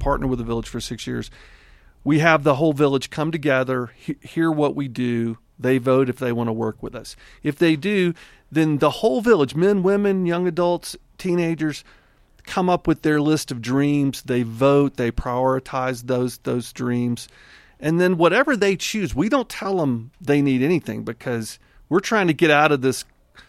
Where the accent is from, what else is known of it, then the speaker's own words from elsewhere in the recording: Alabama, United States; I am the pastor from Alabama, and my head goes to that.